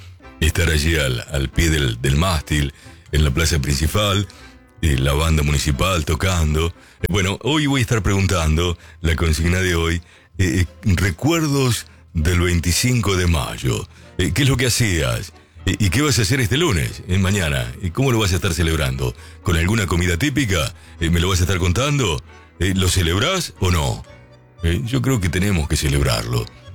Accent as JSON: {"language": "Spanish", "country": "Argentina", "said": "mi bella República Argentina."}